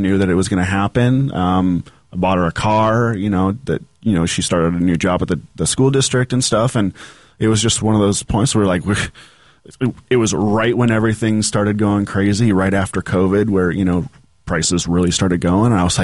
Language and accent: English; Bellingham, Washington, United States; also born or lived in Colorado; I moved back home to start the first one in Bellingham here. And I was living with mom and dad for literally until I met Raina in 2019.